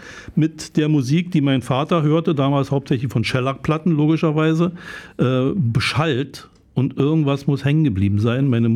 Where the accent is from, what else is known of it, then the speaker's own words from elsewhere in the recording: Dresden, Saxony, Germany; born there; accent: Saxon; Ich bin in Dresden geboren. Ich könnte auch noch so reden, wenn du willst.